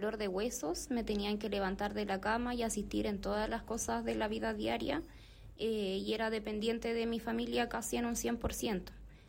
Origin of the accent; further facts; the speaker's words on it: La Calera, Valparaíso, Chile; Yo vengo de la localidad de La Calera